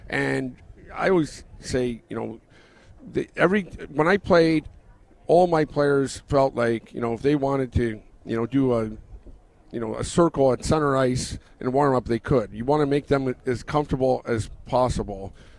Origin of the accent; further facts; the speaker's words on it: Niagara-on-the-Lake, Ontario, Canada; obviously I grew up in Niagara Lake. My mom was born in Buffalo. I spent a lot of time in Buffalo.